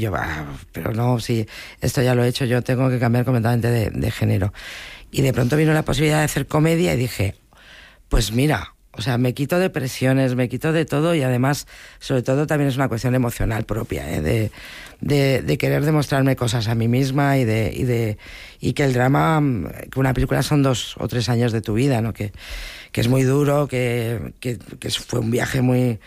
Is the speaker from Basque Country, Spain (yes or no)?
yes; Bilbao, Basque Country, Spain; yo soy de Bilbao y volver a casa